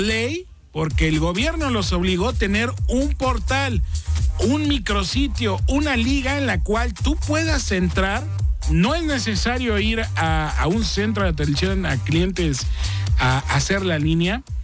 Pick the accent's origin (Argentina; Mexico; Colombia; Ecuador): Mexico